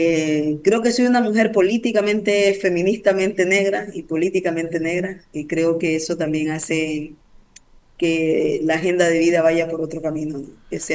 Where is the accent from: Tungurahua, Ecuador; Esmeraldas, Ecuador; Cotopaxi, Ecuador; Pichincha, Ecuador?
Esmeraldas, Ecuador; hija de mi papá y mi mamá. soy de Esmeraldas, y me gusta anunciarme desde la comuna de Santiago Cayapas, que es al norte de Esmeraldas.